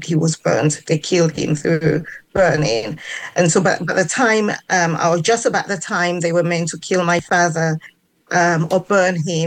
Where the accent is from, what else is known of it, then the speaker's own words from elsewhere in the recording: Sierra Leone; now in United Kingdom; I was in the United Kingdom. I was here with my family, but I'm from Sierra Leone. And whilst everything was happening in Sierra Leone, we were here.